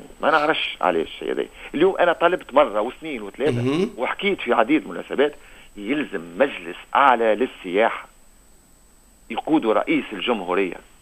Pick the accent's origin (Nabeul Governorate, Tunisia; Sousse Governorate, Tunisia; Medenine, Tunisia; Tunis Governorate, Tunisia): Nabeul Governorate, Tunisia; Nabeul; انا ولد نابل